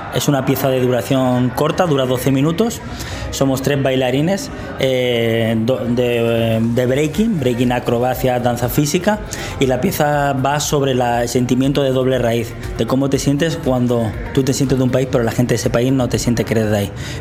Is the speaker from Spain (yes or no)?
yes; Madrid, Community of Madrid, Spain; Venimos de España, de Madrid.